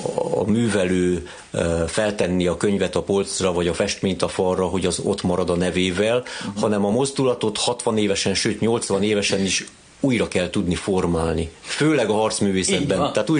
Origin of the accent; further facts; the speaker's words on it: Hungary; Ez számomra egy felhívás volt, hogy azért figyeljek oda arra, hogy én magyar vagyok, és pozitív értelemben próbáljak tenni a magyarságomért.